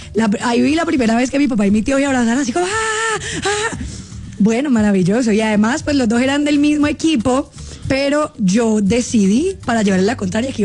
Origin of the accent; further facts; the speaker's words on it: Cali, Valle del Cauca, Colombia; Bueno, nos vamos para Cali porque yo soy caleña.